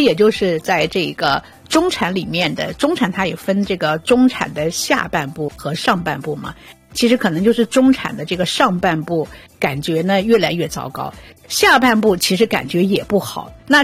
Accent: Canada; 那我们加拿大人就是幸福感哈，其实还是蛮强的哈

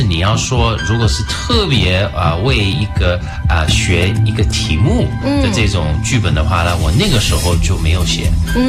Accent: Canada; Chinese is a second language; 但是你也知道，小孩子在加拿大长大的时候，他可能没有那么多机会自己用，或者他会比较喜欢用英文、英语跟他朋友沟通

